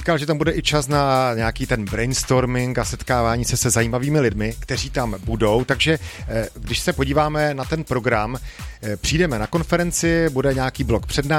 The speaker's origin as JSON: {"language": "Czech", "town": "Ostrava", "region": "Moravian-Silesian Region", "country": "Czechia", "tie": "born there", "said": "my, rodilí Ostravané"}